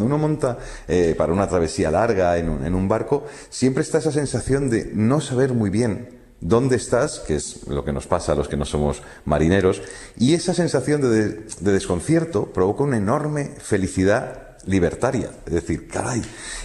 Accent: Madrid, Community of Madrid, Spain; born there; Yo no he nacido en una zona de mar porque nací en Madrid

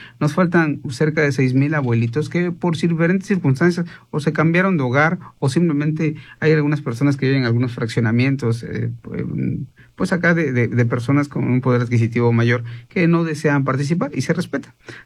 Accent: Campeche, Mexico; yo como mexicano, como campechano, voy a poder ingresar y me van a atender y no me van a rechazar.

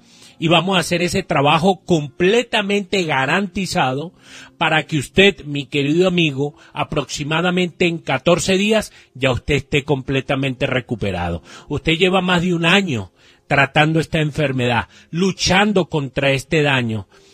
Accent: Catemaco, Veracruz, Mexico; moved away; nosotros venimos de Catemaco, Veracruz. Conocemos lo que es la pobreza. Conocemos lo que es la humildad.

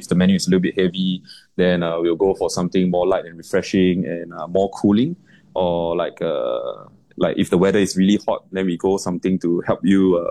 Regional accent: Singapore; I'm not Japanese, rather I am Singaporean Chinese.

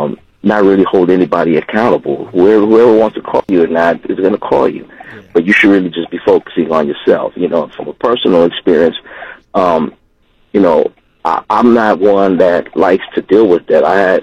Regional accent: Los Angeles, California, United States; You know, growing up in South Central, man, like, it's hard, you know.

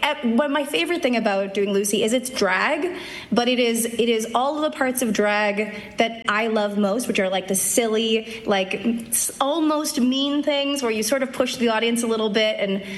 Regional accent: Canada; No. No. So, and I'm Canadian, so it's even worse.

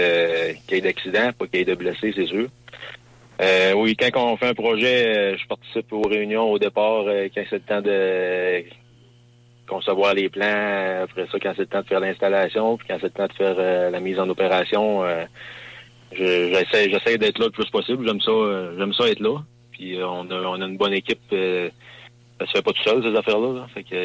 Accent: Rivière-Bleue, Quebec, Canada; je viens de Rivière-Bleue, puis mon père, il avait une scierie.

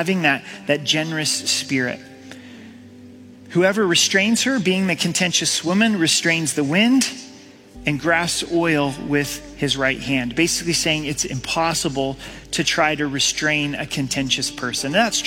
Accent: Pacific Northwest, United States; now in Colorado, United States; I'm from the Northwest, and it can rain for days, right? It just rains and rains and rains.

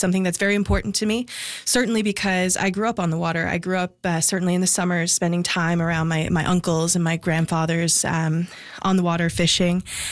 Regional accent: Newfoundland and Labrador, Canada; also born or lived in Bonavista Bay / Portugal Cove; I grew up in town, but mainly my family is from the Bonavista Bay area, the Buren Peninsula, and then I fished a lot in Portygrave, where my grandmother's family is from.

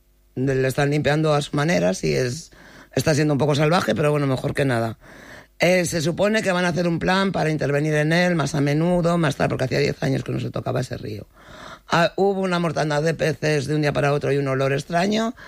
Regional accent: Castile and León, Spain; aunque somos castellanos y celebramos Villalar.

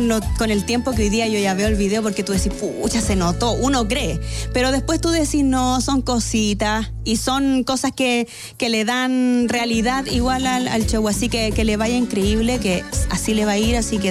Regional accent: Chile; No porque no quiera mi país

